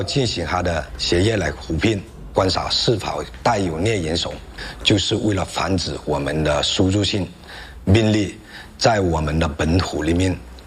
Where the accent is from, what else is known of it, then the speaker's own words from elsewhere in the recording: Hainan, China; 我们海南这边的